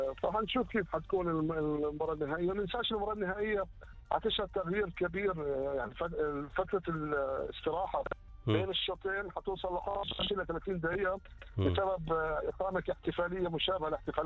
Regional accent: Jordan

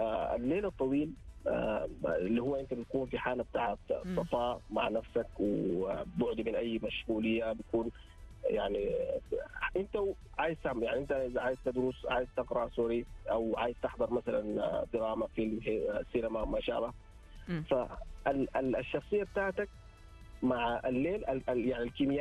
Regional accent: Sudan; now in Saudi Arabia; عندنا في السودان

